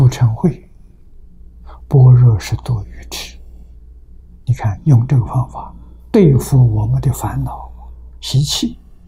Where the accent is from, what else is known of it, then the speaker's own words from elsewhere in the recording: China; 这个一点是外国人比我们中国人做得好